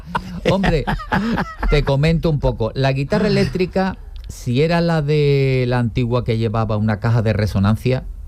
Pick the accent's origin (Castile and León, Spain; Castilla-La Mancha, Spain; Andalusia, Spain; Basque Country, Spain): Andalusia, Spain; El Puerto de Santa María; Era un enamorado de su trabajo y un enamorado del puerto de Santa María, porque de ahí toda la familia somos gaditanos.